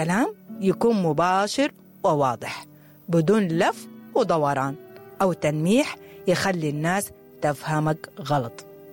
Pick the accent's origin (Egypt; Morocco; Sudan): Sudan; بلدنا السودان